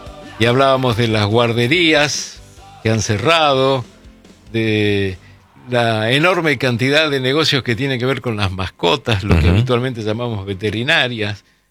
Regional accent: Argentina; nosotros somos la Argentina

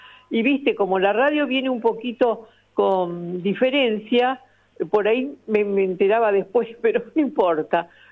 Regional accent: Buenos Aires, Argentina; Soy de Boedo.

